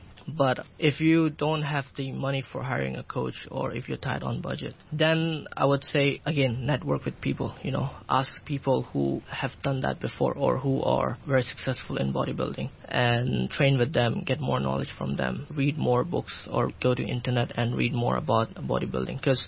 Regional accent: Pakistan; English is a second language; you're in a new industry and I'm from Pakistan as well.

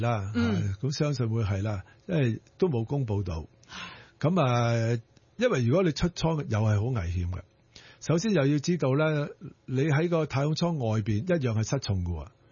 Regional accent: Hong Kong; 其实都有我哋香港人嘅参与嘅

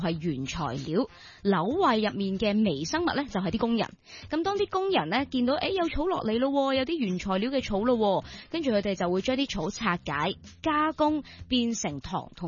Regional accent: Hong Kong; 我哋香港人都好鍾意食呀。

